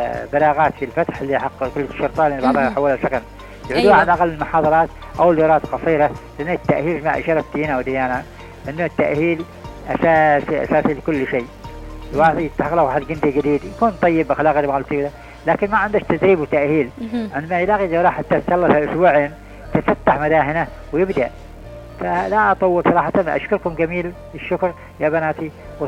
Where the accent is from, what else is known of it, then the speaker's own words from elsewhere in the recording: Aden, Yemen; عندنا في عدن شرطة نسائية